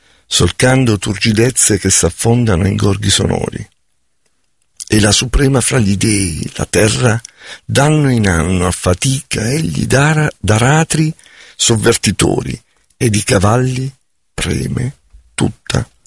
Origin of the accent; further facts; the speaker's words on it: Abruzzo, Italy; Io sono abruzzese e amo i sapori semplici e autentici.